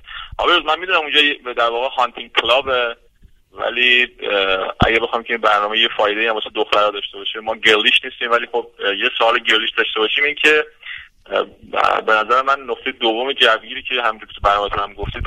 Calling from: Iran; از ایران زنگ میزنم

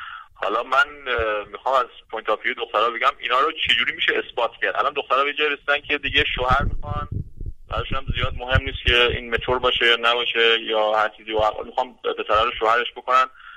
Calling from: Iran; آبر سلام، … از ایران زنگ میزنم.

